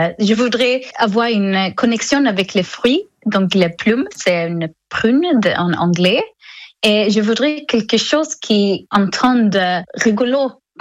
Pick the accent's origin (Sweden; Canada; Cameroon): Sweden; French is a second language; now in Marseille, France; Ah bah, je viens de Suède.